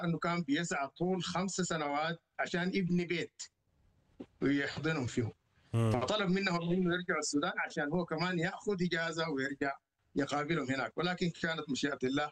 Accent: Sudan; moved away as an adult; now in Saudi Arabia; لينا كسودانيين، انا اتحدث اقول لك لينا كسودانيين،

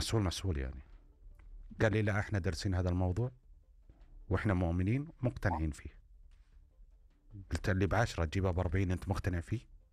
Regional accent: Saudi Arabia; أنا كسعودي

